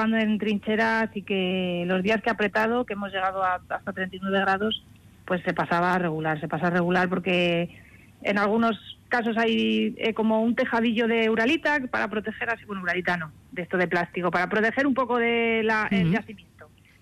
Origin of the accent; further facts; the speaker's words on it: Aranjuez, Community of Madrid, Spain; yo es que soy de Aranjuez